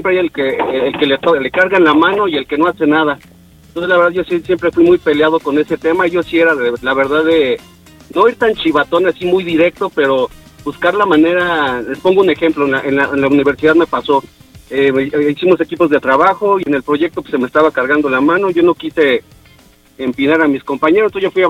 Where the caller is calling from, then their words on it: Mexico City, Mexico; De la Ciudad de México, en Benito Juárez.